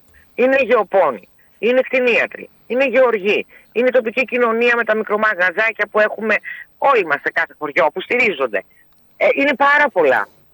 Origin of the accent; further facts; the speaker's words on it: Athens, Attica, Greece; Είμαστε από την Αθήνα.